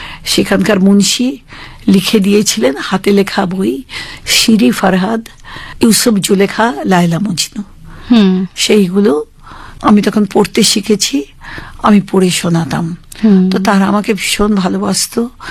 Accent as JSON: {"language": "Bangla", "country": "Bangladesh", "tie": "born or raised there", "moved": "yes", "said": "প্রতিবেশী বলতে ওটা হিন্দু প্রধান গ্রাম যেহেতু ছিল, পাকিস্তানের 4 বছর পরে তো আমার জন্ম, তখন তো ওটা পূর্ব পাকিস্তান, তো ওখানে হিন্দুরা আর ছিলেন না প্রায়, সমস্ত ওই মালদার কুচবিহার থেকে যাওয়া মুসলমান প্রতিবেশী"}